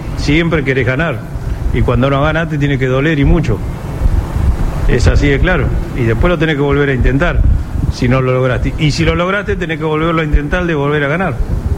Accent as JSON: {"language": "Spanish", "country": "Argentina"}